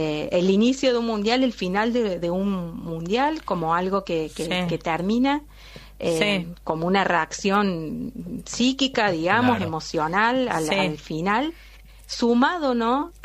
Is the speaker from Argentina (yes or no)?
yes; Argentina; acá obviamente nos une como argentinos